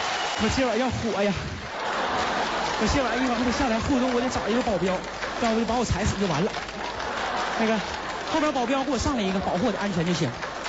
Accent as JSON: {"language": "Chinese", "region": "Northeast China", "country": "China", "said": "我家是农村的，我第一次搁咱们东北那边长春看了一场"}